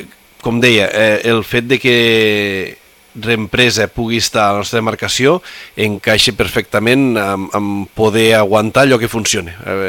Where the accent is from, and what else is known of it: Corbins, Catalonia, Spain